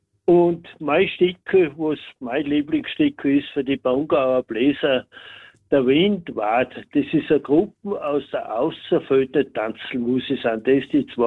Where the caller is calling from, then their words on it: Radmer, Styria, Austria; aus Radmer, ein langjähriger Hörer